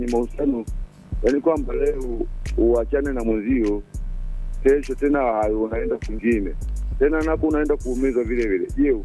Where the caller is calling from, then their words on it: Tanzania; babani hivi kipande cha Kiodombi manispaa.